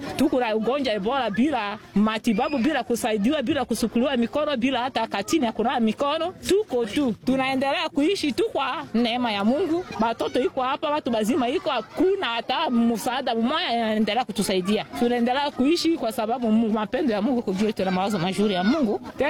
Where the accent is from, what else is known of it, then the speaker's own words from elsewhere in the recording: Njugu, Ituri, DR Congo; Niko na umri wa miaka kama 45 na natoka Njugu, ku province ya Ituri, ku territory ya Njugu.